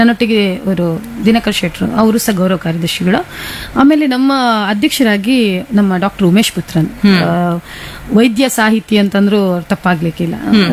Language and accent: Kannada; Mangalore, Karnataka, India; accent: Mangalore Kannada; first language Kannada; moved away as an adult; now in Kundapura, India; ನಾವು ಮಂಗಳೂರಿನವರು